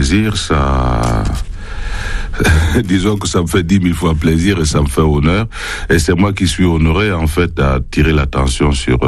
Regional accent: Cameroon; je parle français, je suis francophone, je suis du Cameroun, bien sûr, tout le monde le sait, mais j'ai besoin des deux.

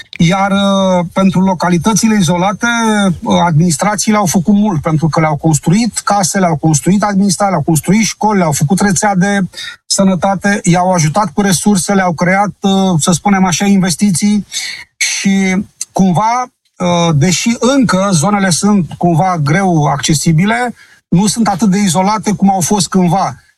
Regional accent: Romania; Eu sunt român, sunt român, o grămadă.

